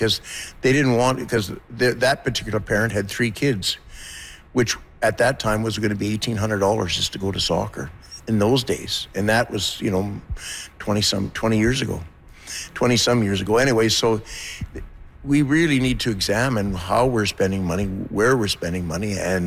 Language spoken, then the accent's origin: English; Hay River, Northwest Territories, Canada; And when I was a little kid growing up in Resin Hay River, we wanted to be like him. He was that good.